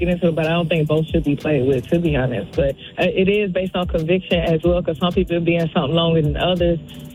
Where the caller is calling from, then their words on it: Atlanta, Georgia, United States; I'm calling from Atlanta, Georgia.